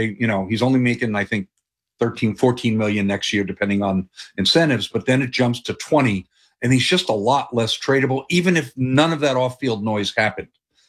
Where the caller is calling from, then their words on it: Phoenix, Arizona, United States; Wish I was clocking in from Atlanta instead of Phoenix.